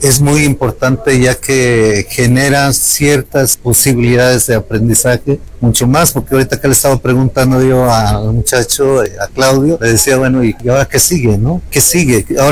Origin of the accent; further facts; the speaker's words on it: La Laguna, San Luis Potosí, Mexico; yo vengo de la misma comunidad donde él nació. Yo soy nativo de la Laguna y tengo 36 años trabajando en el magisterio